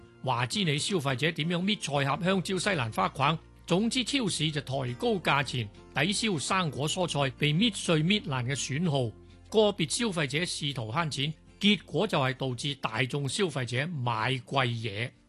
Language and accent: Cantonese; Hong Kong; 仲记得细个喺香港嘅时候呢，嗰阵时当然冇超级市场啦